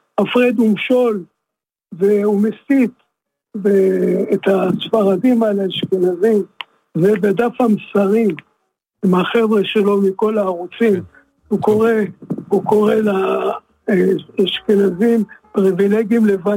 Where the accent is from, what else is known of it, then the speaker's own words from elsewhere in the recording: Beersheba, Southern District, Israel; אני בן 70, עוד חודשיים, בן 75. אני בן 3, מגיל 3 אני מבאר שבע.